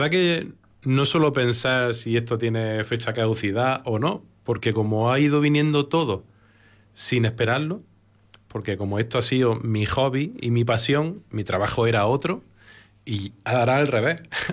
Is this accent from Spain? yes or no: yes; Baza, Andalusia, Spain; born there; me hace recordar a mi pueblo, a mis raíces que tanto quiero